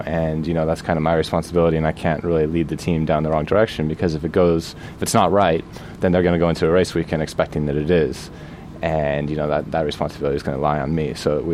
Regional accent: United States

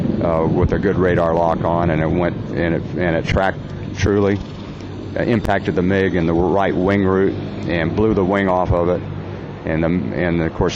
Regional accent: Bowling Green, Kentucky, United States; project that I'm working on now in Bowling Green, Kentucky, my hometown, called Aviation Heritage Park

